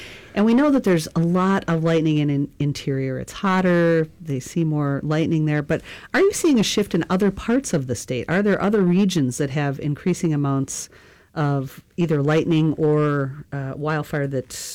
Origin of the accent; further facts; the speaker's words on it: Midwest, United States; now in Alaska, United States; I grew up in the Midwest where you heard thunder and saw lightning often in the summertime